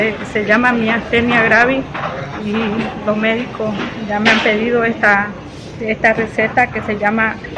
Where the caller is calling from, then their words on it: Exaltación, Beni, Bolivia; vengo de Exaltación hace desde el 4 de junio.